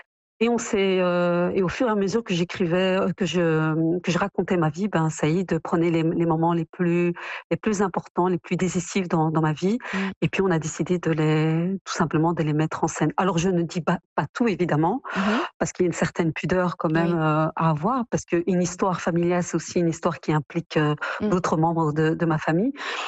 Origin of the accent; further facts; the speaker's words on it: Belgium; Je suis née en Belgique, j'y ai grandi, j'y ai construit ma vie, mais j'ai toujours un attachement très fort au Maroc